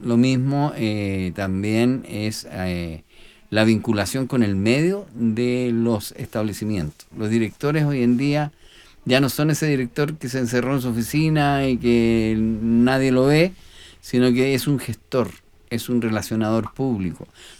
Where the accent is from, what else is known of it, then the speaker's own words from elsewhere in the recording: Pucón, Araucanía, Chile; now in Panguipulli, Chile; me iba a ir a mi tierra natal, que es Pucón.